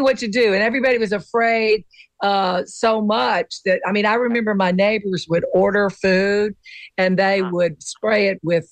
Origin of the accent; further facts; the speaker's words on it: Mobile, Alabama, United States; I was, originally I was from Mobile, Alabama. And we have so much seafood there and you can just get it from anybody.